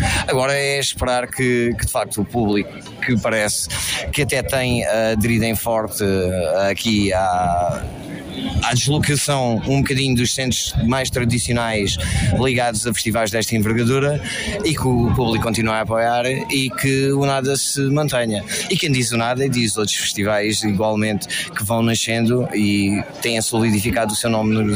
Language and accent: Portuguese; Alentejo, Portugal; eu sinto um orgulho enquanto alentejano